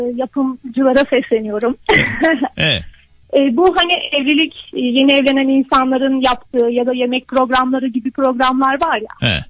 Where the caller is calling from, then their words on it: Ankara, Turkey; Ankara'dan arıyorum.